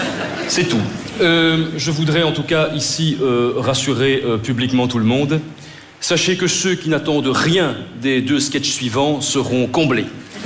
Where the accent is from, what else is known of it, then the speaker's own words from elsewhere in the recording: Brussels, Brussels-Capital Region, Belgium; born there; Je suis né à Bruxelles. Je suis un humoriste belge